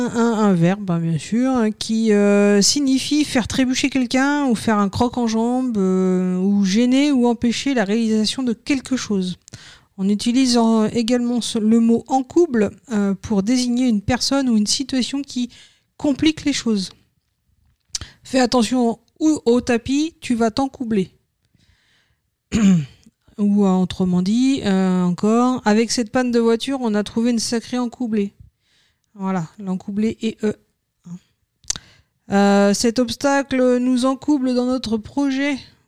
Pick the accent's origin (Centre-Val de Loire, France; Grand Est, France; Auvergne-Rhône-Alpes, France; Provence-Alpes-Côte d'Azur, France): Auvergne-Rhône-Alpes, France; chez nous, en Savoie